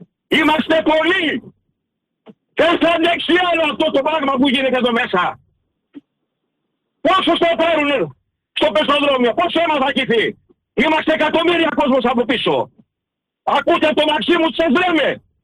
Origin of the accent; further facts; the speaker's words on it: Korydallos, Attica, Greece; φίλος είμαι από το Έλλειον που έχω μεγαλώσει στην Κορυδάλλο